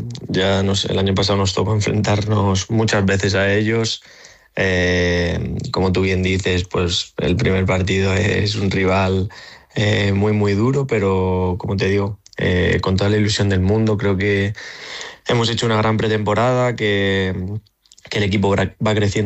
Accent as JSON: {"language": "Spanish", "region": "Castilla-La Mancha", "country": "Spain", "said": "yo como castellano manchego y de moral de aquí de Ciudad Real"}